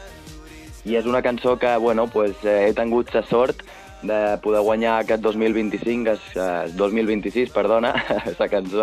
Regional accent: Jesús, Balearic Islands, Spain; Jo soc de Jesús.

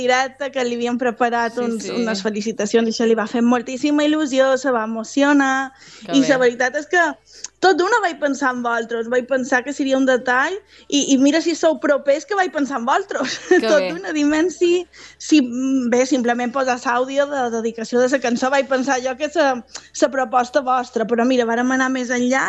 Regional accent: Magaluf, Balearic Islands, Spain; de Magaluf, jo som la banderada de Magaluf sempre per tot.

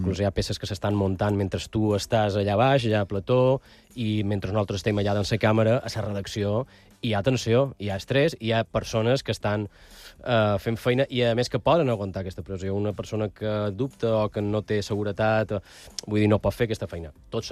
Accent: La Ràpita, Catalonia, Spain; i mon pare i mon mare se van conèixer allà. Ah, sí, és a Ràpita. Som molt de la Ràpita.

